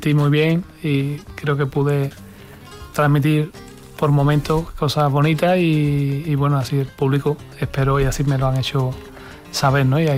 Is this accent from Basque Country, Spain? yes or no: no; Huelva, Andalusia, Spain; now in Seville, Spain; yo soy de Huelva, sí, pero bueno, por la cercanía con Sevilla y porque ya llevo más de media vida viviendo en Sevilla.